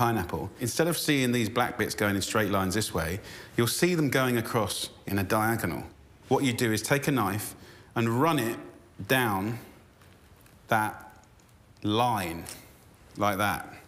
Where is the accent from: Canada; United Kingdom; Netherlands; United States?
United Kingdom; I think the interesting thing for me as a British boy is I didn't really grow up knowing anything about Mexican food.